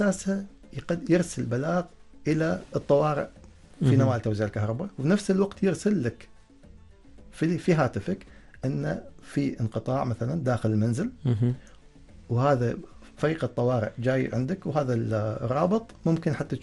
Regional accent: Oman; عندنا في سلطنة عمان

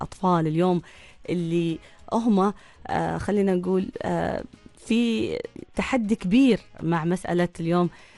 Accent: Oman; إحنا كمجتمع عماني دائما تلقى كذا محافظ ولله الحمد خجول

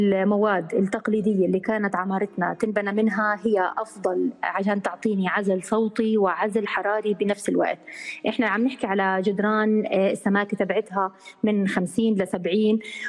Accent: Jordan; احنا عندنا بالاردن

